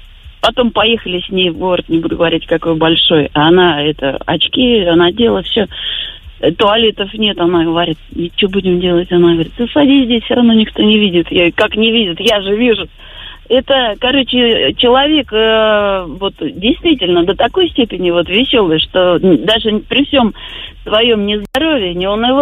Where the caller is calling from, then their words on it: Lipetsk, Lipetsk Oblast, Russia; Я из Липецка.